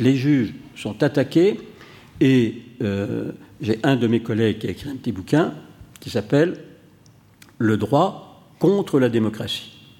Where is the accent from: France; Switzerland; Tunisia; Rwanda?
France; chez nous en France.